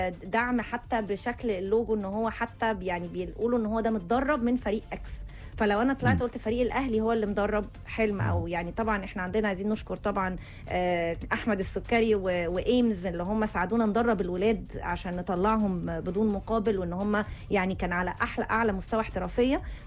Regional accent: Egypt; احنا كمصريين

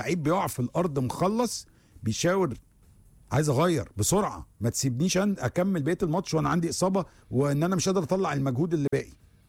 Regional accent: Egypt; احنا كمصريين

